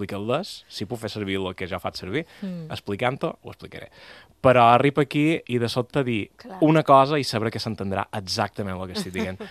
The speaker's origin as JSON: {"language": "Catalan", "region": "Balearic Islands", "country": "Spain", "said": "com a mallorquí que no viu a Mallorca, sí que viu a Catalunya, sí que viu en català, en el meu cas en mallorquí"}